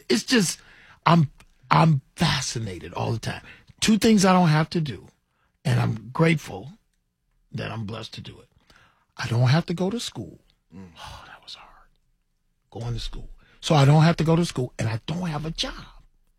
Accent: Cleveland, Ohio, United States; now in Detroit, United States; Born and raised in Cleveland

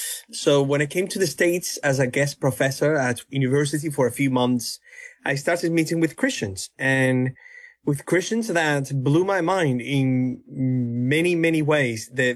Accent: Spain; I was born in Spain and very nominal Catholic culture. I went to a Catholic school for many years

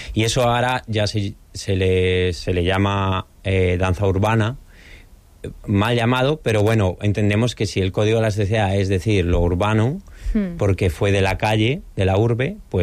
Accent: Madrid, Community of Madrid, Spain; now in Santander, Spain; Yo soy de Madrid natural y allí era como más común que esto pasara ya pronto.

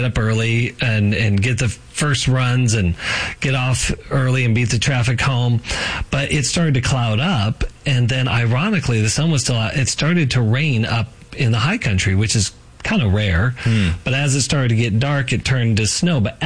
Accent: Colorado, United States; born or raised there

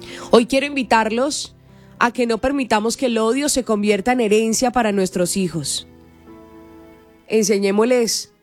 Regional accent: Colombia

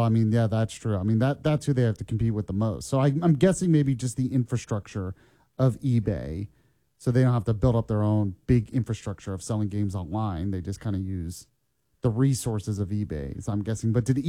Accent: Florida, United States; I grew up with Publix because I grew up in Florida, and that's where they started.

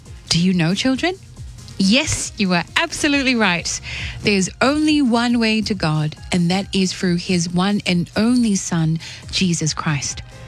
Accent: Tonga; moved away; growing up in Tonga and growing up, of course, when I was a child and a teenager

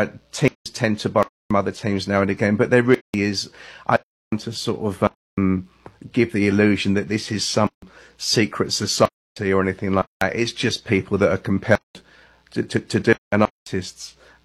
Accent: England, United Kingdom; That made me feel really at home as an Englishman.

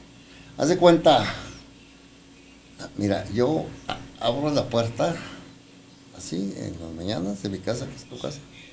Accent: Ciudad Juárez, Chihuahua, Mexico; De aquí, de Ciudad Juárez.

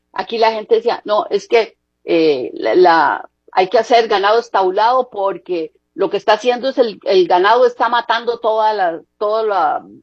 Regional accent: Cartago, Costa Rica; En mi pueblo, Hogar Caliente de Cartago, tenemos un problema bien grande con la contaminación de mantos acuíferos y deforestación

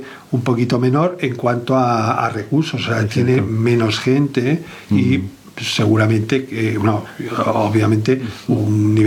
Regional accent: Madrid, Community of Madrid, Spain; also born or lived in Alicante; now in Alcoy, Spain; Tuve varios destinos en Madrid, porque bueno, es la ciudad de la que provengo, aunque no nací en Madrid, pero desde niño fui allí

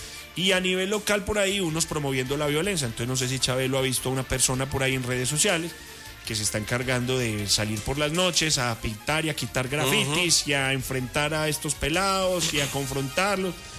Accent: Colombia; somos ciudadanos y somos colombianos

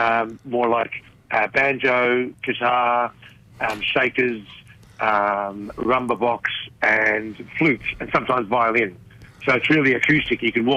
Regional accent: Malta; we're both from Malta

